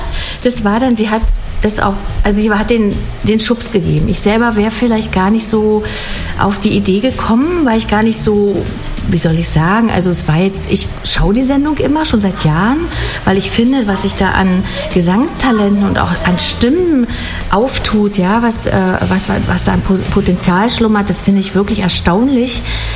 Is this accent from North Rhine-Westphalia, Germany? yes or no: no; Frankfurt, Brandenburg, Germany; Ich freue mich sehr, hier zu sein, in meiner Heimatstadt natürlich.